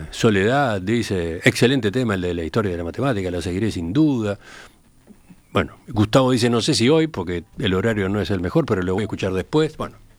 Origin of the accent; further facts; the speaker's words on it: Uruguay; ¿viste cómo somos los uruguayos?